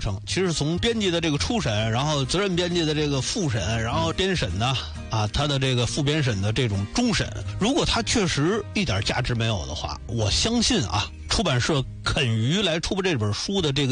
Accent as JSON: {"language": "Chinese", "country": "China"}